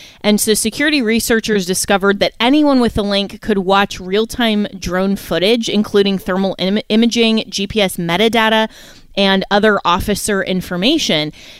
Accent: Florida, United States; my home state of Florida.

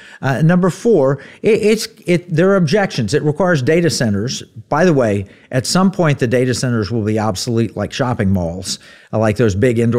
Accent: Tulsa, Oklahoma, United States; born there

